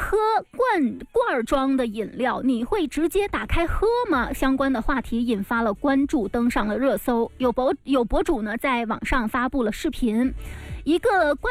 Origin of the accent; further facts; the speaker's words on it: Guangdong, China; 当然我们广东人都是有一个习惯，就是会烫碗嘛